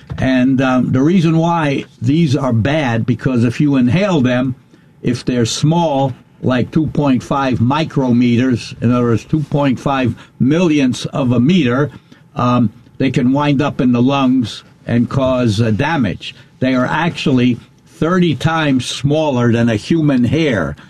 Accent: New York, United States; also born or lived in Denver, Colorado / Israel; now in Long Island, United States; when I was growing up in New York, which was a lot of the time

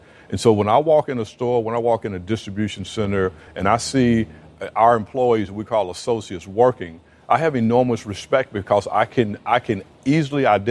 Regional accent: Weston, Tennessee, United States; I grew up in a small town in Weston, Tennessee. And when I say small, I mean about 10,000 people. And we lived 12 miles in the country outside of the city limits.

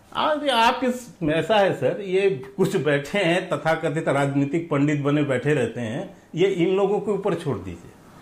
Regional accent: Uttar Pradesh, India; मैं स्वयं उत्तर प्रदेश का रहने वाला हूं

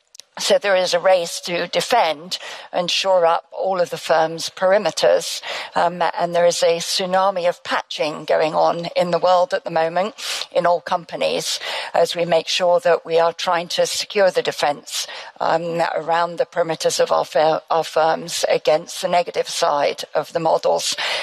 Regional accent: Scotland, United Kingdom; I'm Scottish, so I tend to be more prudent than, than many, so I'm true to my roots there.

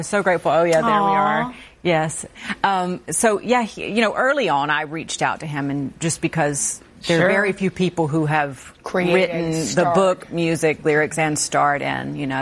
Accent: Georgia, United States; I'm from Georgia originally, so we grew up around country.

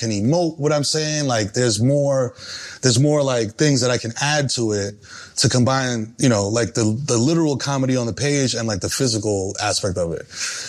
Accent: New York City, New York, United States; You know, first generation and growing up in the Bronx, it's like you believe that you can do certain things

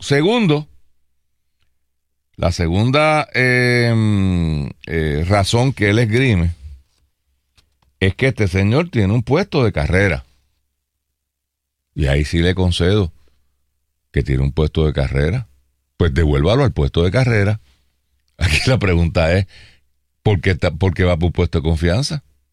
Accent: Puerto Rico; En nuestro país hay una presunción de culpabilidad en el foro político

